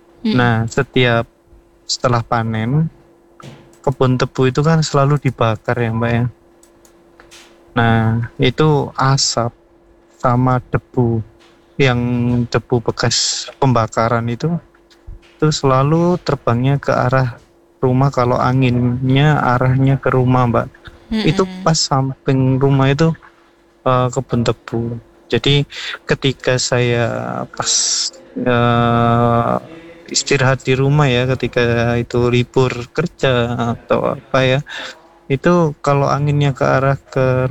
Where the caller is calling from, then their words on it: East Java, Indonesia; di daerah saya di daerah Wagiring Jedong, Kabupaten Malang. Kebetulan rumah saya ini di perumahan kecil, Mbak, di pinggir ya, yang mepet dengan kebun tebu.